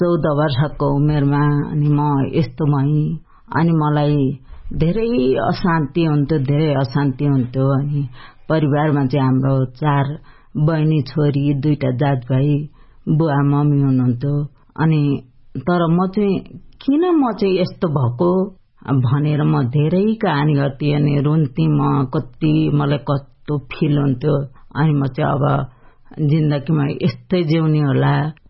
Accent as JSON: {"language": "Nepali", "area": "Dolakha", "region": "Bagmati", "country": "Nepal", "said": "मेरो घर चाहिँ दोलखा हो अनि"}